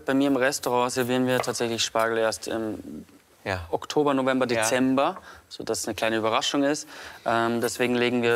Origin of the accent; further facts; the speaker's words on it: Traunstein district, Bavaria, Germany; also born or lived in Austria; In Österreich geboren, aber im Landkreis Traunstein aufgewachsen